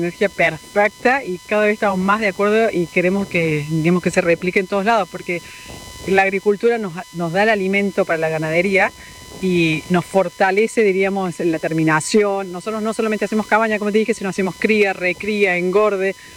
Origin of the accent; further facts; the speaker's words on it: Argentina; moved away as an adult; nosotros somos de Argentina